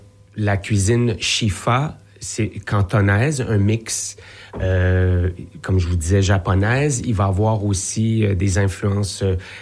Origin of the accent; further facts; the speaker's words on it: Quebec, Canada; also born or lived in Spain; je suis espagnol, mais j'ai grandi quand même au Québec.